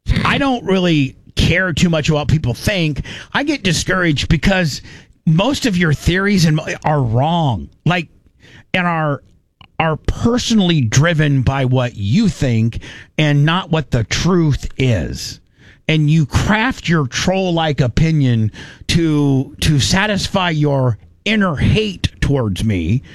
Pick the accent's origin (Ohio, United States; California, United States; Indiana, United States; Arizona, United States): Indiana, United States; My idea of a great vacation is going to Indiana. And going back to my hometown and seeing my friends and seeing Larry and spending time with Larry.